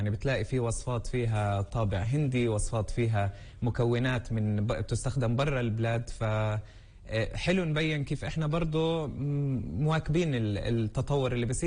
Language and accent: Arabic; Palestine; انا درست الجامعة في امريكا وبريطانيا، وكنت دايما متحمس حدا يسألني من وين انا عشان هقول اني من فلسطين. ورجعت للبلاد بفترة شوي كانت صعبة، كانت فترة كورونا